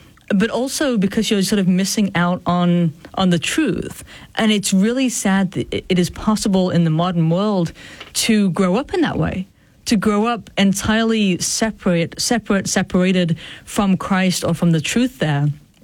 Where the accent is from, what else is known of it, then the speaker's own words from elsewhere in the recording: England, United Kingdom; I think we're roughly the same age, but I was growing up in England, mm-hmm. and you over in the U.S.